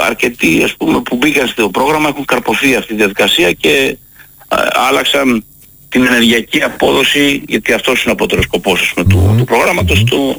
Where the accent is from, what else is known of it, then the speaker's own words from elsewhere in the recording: Greece; moved away; είμαστε από Ελλάδα